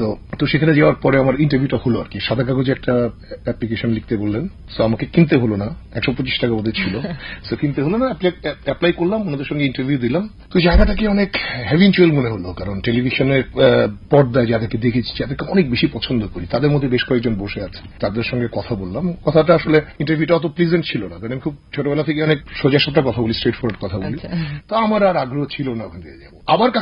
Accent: Dhaka, Dhaka Division, Bangladesh; আমি একটা সরকারি স্কুলের ছাত্র ঢাকার, আমার জন্ম এবং বেড়ে ওঠা দুটোই ঢাকায়।

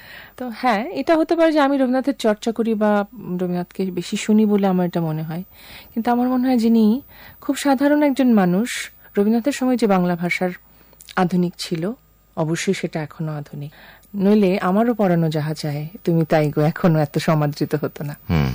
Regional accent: Dinajpur, Rangpur Division, Bangladesh; আমার বেড়ে ওঠাটা উত্তরবঙ্গের একেবারে উত্তরের একটা শহর দিনাজপুরে।

